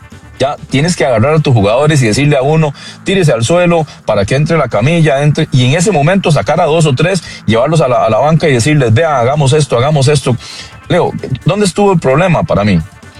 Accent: Costa Rica; Me voy a involucrar como costarricense

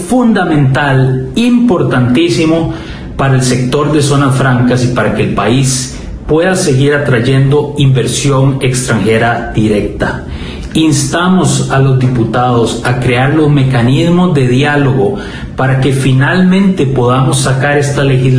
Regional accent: Costa Rica; nosotros como costarricenses

